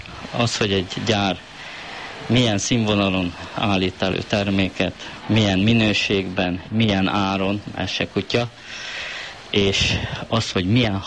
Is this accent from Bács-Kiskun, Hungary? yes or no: no; Vas, Hungary; born there; also born or lived in Szombathely; én itt Szombathelyen érettségiztem. Hazafele kerékpárra mentem, ez olyan 30 kilométer a szülőfalumhoz